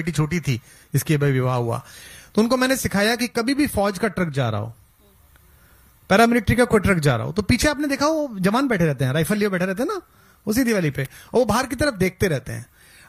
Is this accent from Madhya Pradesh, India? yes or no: no; Bulandshahr district, Uttar Pradesh, India; मैं बुलंदशहर जिले का हूँ